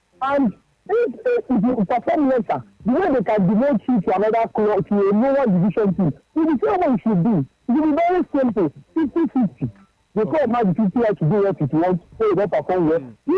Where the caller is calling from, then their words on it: Owerri, Imo, Nigeria; calling from Owerri.